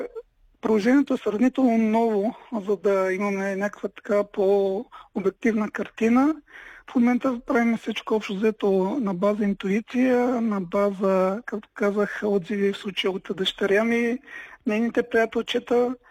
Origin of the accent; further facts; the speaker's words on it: Slashten, Blagoevgrad Province, Bulgaria; moved away; в роден край, в начало в родното ми село Слащен